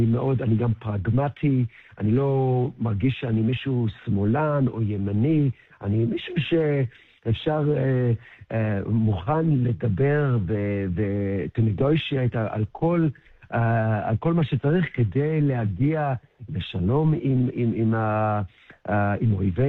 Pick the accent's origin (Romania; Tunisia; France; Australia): Australia; moved away as an adult; also born or lived in Israel; now in Ramat HaSharon, Israel; בטח, אני נולדתי בארץ, אבא אוסטרלי, אמא ישראלית, אבל גדלנו באוסטרליה, ואז עשיתי עלייה בפעם הראשונה כשהייתי בן 18, שזה היה ב-94.